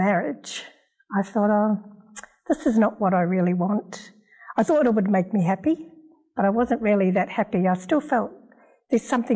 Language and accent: English; New Zealand; born there; moved away as an adult; also born or lived in Australia; I was born in New Zealand